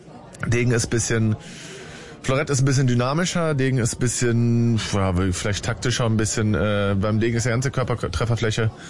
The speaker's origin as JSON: {"language": "German", "region": "Berlin", "country": "Germany", "said": "ich komme aus Reinickendorf. Ist ein ehrliches Fleckchen. Ja, Reinickendorf hat viele Ecken."}